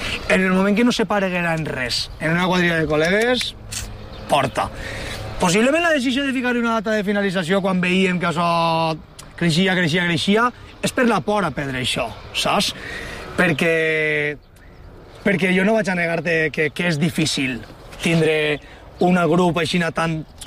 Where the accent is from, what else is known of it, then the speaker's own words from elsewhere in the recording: Valencian Community, Spain; la cosa tan personal que tenim nostra com a valencians